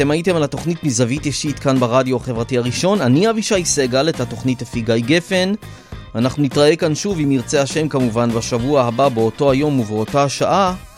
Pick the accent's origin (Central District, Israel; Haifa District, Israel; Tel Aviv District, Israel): Central District, Israel; Rishon LeZion; born there; אני אוהד את הקבוצה של העיר שנולדתי בה, שזה עירוני ראשון.